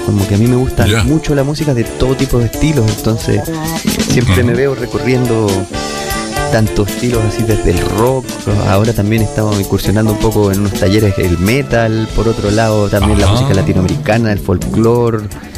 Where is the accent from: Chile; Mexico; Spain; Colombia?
Chile; Concepción, Biobío; also born or lived in Santiago; Mira, la verdad es que yo nací pequeño en Santiago, pero me vine muy, muy pequeño a Concepción, entonces soy ya criado oficialmente en Concepción.